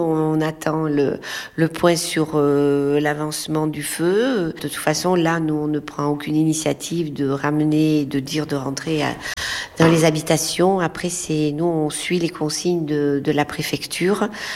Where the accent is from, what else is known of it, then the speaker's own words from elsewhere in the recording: Parentis-en-Born, Nouvelle-Aquitaine, France; Je suis originaire de Parentis. Je n'ai jamais vécu sur ma commune une situation pareille.